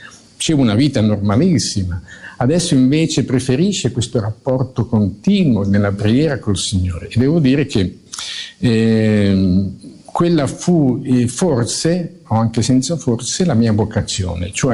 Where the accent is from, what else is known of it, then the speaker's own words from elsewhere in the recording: Bologna, Emilia-Romagna, Italy; io sono bolognese